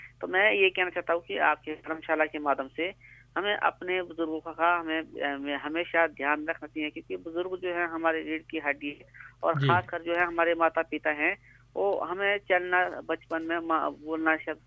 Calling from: Kotkhai, Himachal Pradesh, India; कोटखाई से।

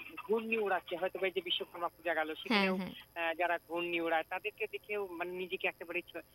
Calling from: West Bengal, India; আমি নদিয়া থেকে

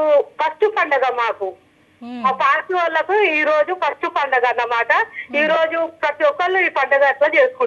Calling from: Kothagudem, Telangana, India; నేను కొత్తగూడెం బూర్దిగడ్డ నుంచి మేడం.

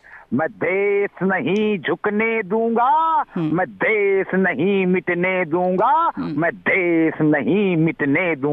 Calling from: Uttar Pradesh, India; चित्रकूट धाम के बहेरी ग्राम से। इस समय मैं महुआ के पेड़ के नीचे से बात कर रहा हूँ।

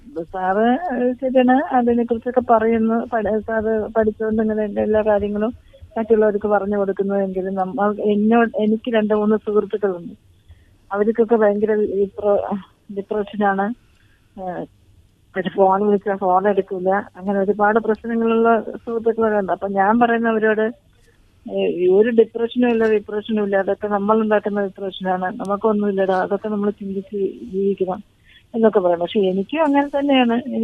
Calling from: Kerala, India; നെടുങ്ങാട്ടിൽ നിന്നാണ്.

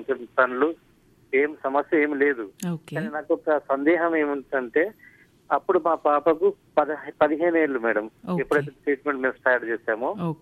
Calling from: Nizamabad, Telangana, India; నేను నిజామాబాద్ నుండి … మాట్లాడతాను.

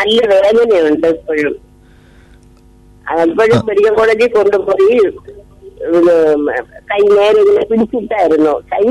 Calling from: Peyad, Kerala, India; ഞാൻ പേയാട് നിന്നാണ്.

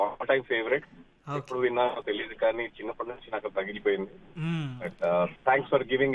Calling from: Hyderabad, Telangana, India; నేను హైదరాబాద్ నుంచి డ్రైవ్ లో ఉన్నాను.

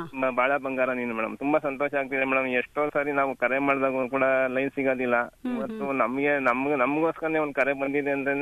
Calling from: Tiptur, Karnataka, India; Tiptur, Manjunath Nagar

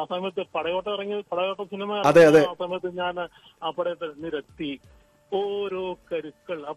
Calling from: Alappuzha, Kerala, India

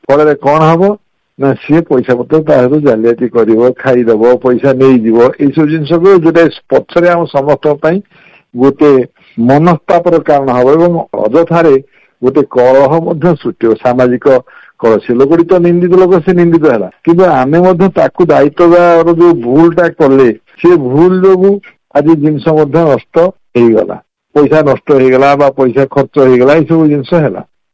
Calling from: Cuttack, Odisha, India; କଟକରୁ କହୁଛି। ଏଇଟା ଆମ ଓଡ଼ିଶାର ଗୋଟେ ଓଡ଼ିଆ ଭାଷାର ଗୋଟେ ପ୍ରବାଦ।

